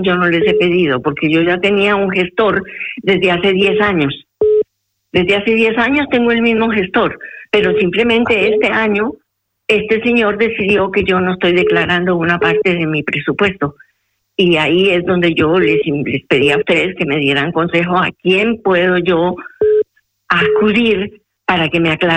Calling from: Lisbon, Portugal; yo llamo desde Lisboa

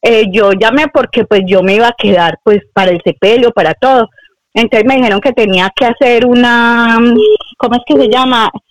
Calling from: Parla, Community of Madrid, Spain; de Parla.

